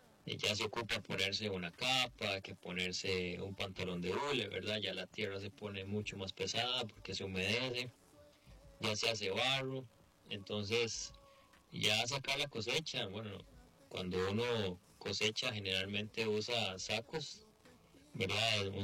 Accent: Pacayas, Cartago, Costa Rica; Bueno, nosotros somos de Pacayas, pero producimos en la parte del volcán Turrialba y el volcán Irazú.

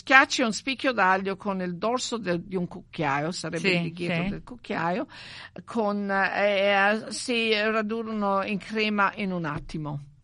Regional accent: Milan, Lombardy, Italy; Io che sono milanese.

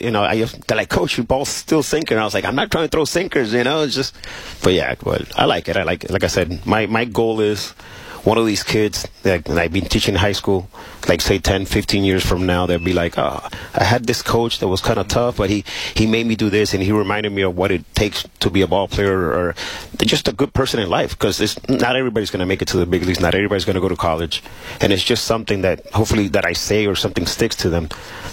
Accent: Puerto Rico; There's just a lot of Puerto Ricans that come through the organization. That, you know, even though we're far from Puerto Rico to Seattle, but you know, it's good.

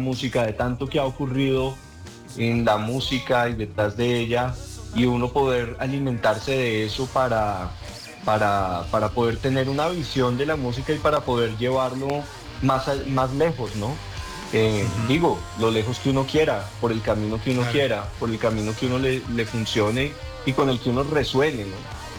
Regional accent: Mexico; born there; also born or lived in Colombia; tanto mi hermano como yo somos nacidos aquí en México, somos mitad mexicanos, mitad colombianos.

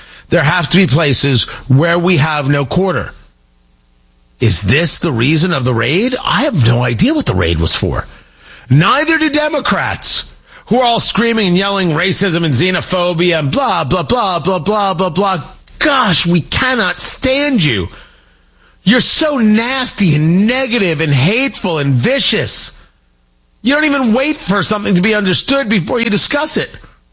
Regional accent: United States; born there; I was born in the United States.

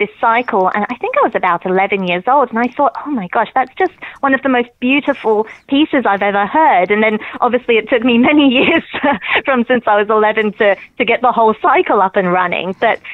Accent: Chichester, South East England, United Kingdom; my hometown of Chichester in the UK

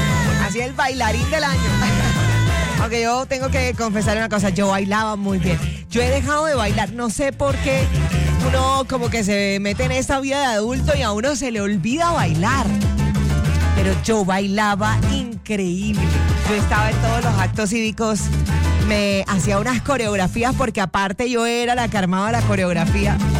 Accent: Caribbean coast, Colombia; Usted ya sabe que yo soy costeña o usted no se da cuenta.

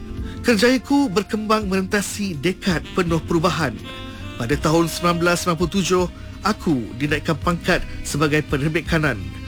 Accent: Perak, Malaysia; also born or lived in Sabak Bernam / Teluk Intan / Ipoh; Aku dilahirkan di Hilir Perak pada 8 Julai 1956. Anak jati kepada sebuah pekan kecil yang kehidupannya dibentuk oleh komuniti, tradisi dan kegembiraan bercerita.

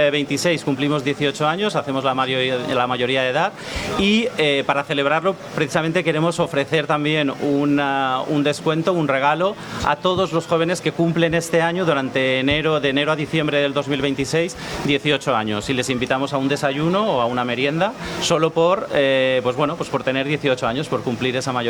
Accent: Valencian Community, Spain; now in Murcia, Spain; Yo no soy murciano, soy valenciano

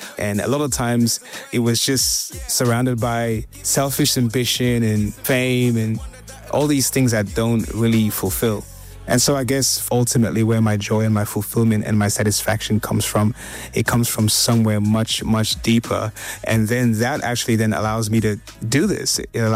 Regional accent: Australia; You know, saying I'm Australian doesn't really tell the whole story. At the same time, saying I'm Sierra Leonean doesn't really also tell the whole story.

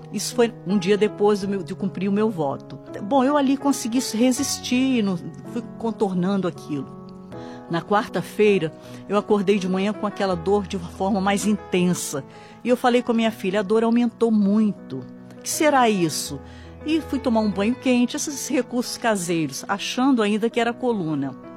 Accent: Espírito Santo, Brazil; born there; now in São Paulo, Brazil

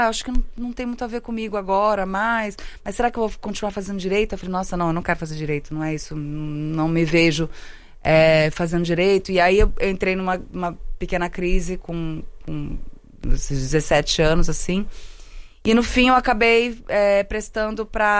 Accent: Porto Alegre, Rio Grande do Sul, Brazil; born there; nasci em Porto Alegre, mas eu tenho uma família gaúcha bem forte ali.

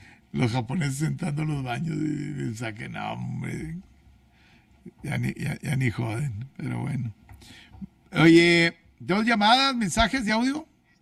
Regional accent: Mexico; ¿O es más lo que estamos haciendo de cobertura como mexicanos?

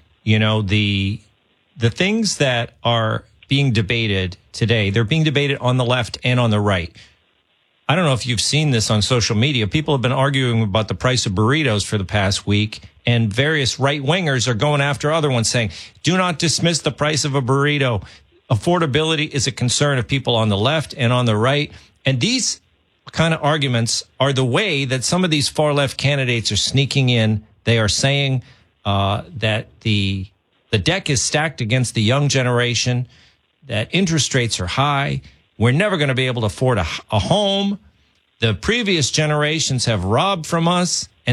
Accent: Massachusetts, United States; And then I looked up, Carl, in my home state of Massachusetts, one of the bluest states around

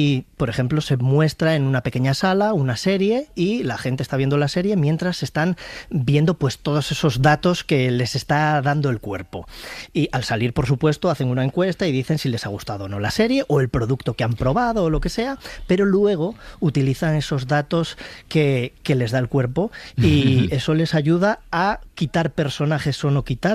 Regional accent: Castile and León, Spain; now in Valladolid, Spain; miento totalmente porque soy del Bierzo y a mí me han acogido perfectamente en Valladolid y son gente muy maja.

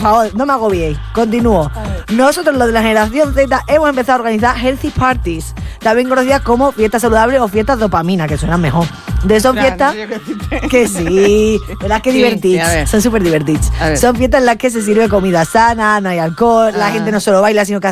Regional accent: Extremadura, Spain; yo que soy extremeña

